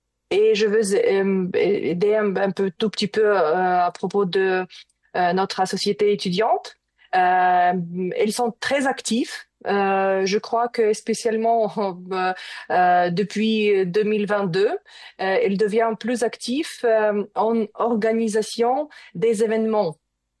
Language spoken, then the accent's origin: French; Ukraine; moved away as an adult; Oui, mon histoire, c'est que j'ai quitté l'Ukraine au début de la guerre. Je suis partie avec mon enfant parce qu'il est très petit.